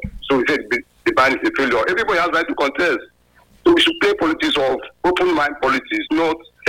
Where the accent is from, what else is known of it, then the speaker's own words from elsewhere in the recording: Nigeria; We should play politics that everybody, we are all Nigerians.